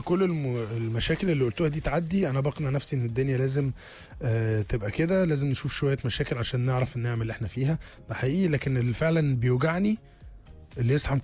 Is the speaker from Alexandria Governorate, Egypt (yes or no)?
yes; Alexandria, Alexandria Governorate, Egypt; من اسكندريه